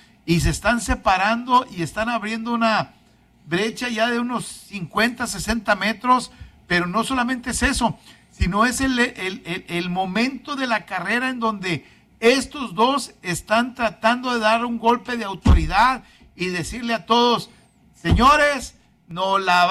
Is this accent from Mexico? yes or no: yes; Mexico; Qué orgulloso se siente uno como mexicano de ver un competidor como este